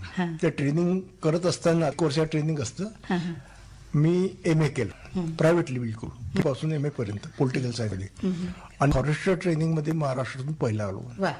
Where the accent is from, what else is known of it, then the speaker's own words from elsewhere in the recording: Buldhana, Maharashtra, India; अजून आमच्या घरी बुलढाणा मी असताना